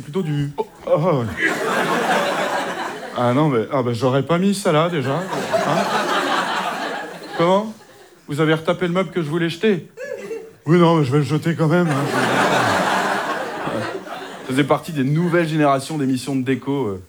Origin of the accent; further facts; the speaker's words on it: Hauts-de-France, France; Je sais pas, moi je suis du Nord-Pas-de-Calais, on fait pas ça chez vous, je ne sais pas.